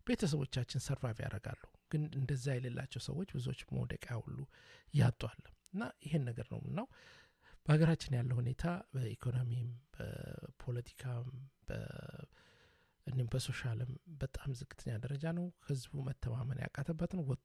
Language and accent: Amharic; Dire Dawa, Ethiopia; now in Vancouver, Canada; አማራ ነኝ ምንም የምጠረጠርበት የለም ነገር ግን ተወልጄ ያደኩት ነው ድሬዳዋ ነው